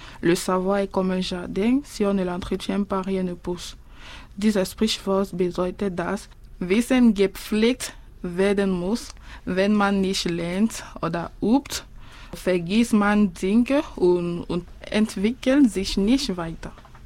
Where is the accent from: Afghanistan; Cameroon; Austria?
Cameroon; ich komme aus Kamerun.